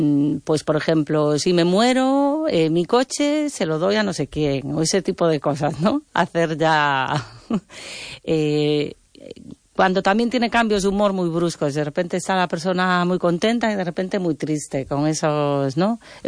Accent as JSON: {"language": "Spanish", "town": "Pontevedra", "region": "Galicia", "country": "Spain", "tie": "born or raised there", "said": "nací en Pontevedra y en el entorno donde yo vivía, en Campolongo, recuerdo en los años 80, siendo muy pequeña"}